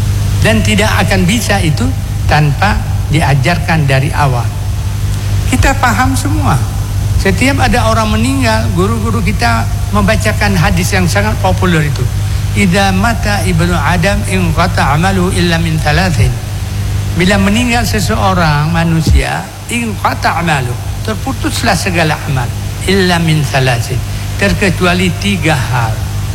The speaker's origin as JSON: {"language": "Indonesian", "region": "Aceh", "country": "Indonesia"}